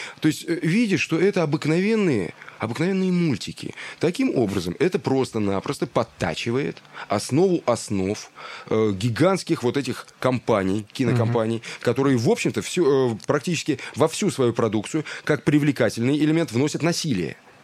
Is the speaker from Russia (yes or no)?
yes; Russia; у нас в России не то, что мы русские, ну, какая разница, ну, мы евреи, ну, мы там, я не знаю, татары, все равно мы россияне